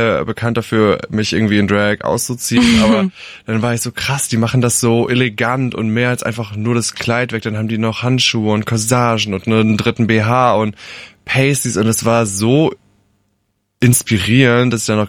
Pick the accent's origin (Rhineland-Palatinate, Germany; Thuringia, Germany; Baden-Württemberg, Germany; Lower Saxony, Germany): Rhineland-Palatinate, Germany; Yeah, ist noch die Kante. Aber wirklich winziges Dorf, 400 Einwohner, der kleine schwule Junge, der sich schminkt und halt immer der Outsider war.